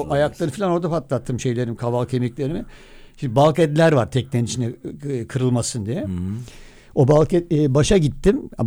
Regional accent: Black Sea Region, Turkey; Ben de biz Karadenizliyim ya ben Las Kıfası.

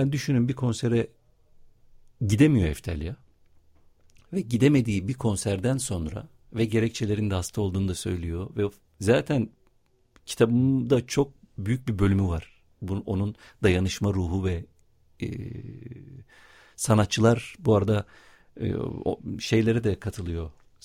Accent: Siirt, Siirt Province, Turkey; Bir Siirtli olarak Soydan'ı da anayım.

